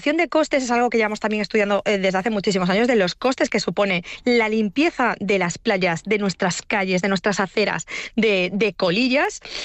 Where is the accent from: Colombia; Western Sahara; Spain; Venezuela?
Spain; Galicia; yo como buena gallega